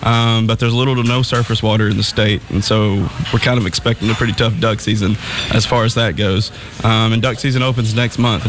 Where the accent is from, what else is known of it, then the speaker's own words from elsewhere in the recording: Batesville, Arkansas, United States; I'm not from Tennessee. I'm from Batesville.